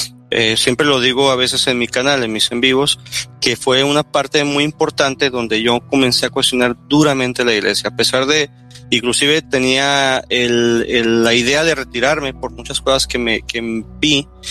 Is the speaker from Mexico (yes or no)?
yes; Baja California, Mexico; Soy también soy de México. Soy del norte del estado de Baja California. Actualmente tengo 35 años. Fui miembro de la Iglesia de Jesucristo de los Santos Últimos Días, o conocido como la Iglesia Mormona